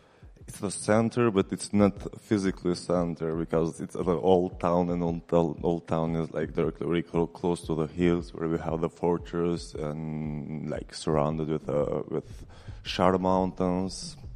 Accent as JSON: {"language": "English", "town": "Prizren", "region": "Prizren District", "country": "Kosovo", "said": "hello, I'm from Prizren."}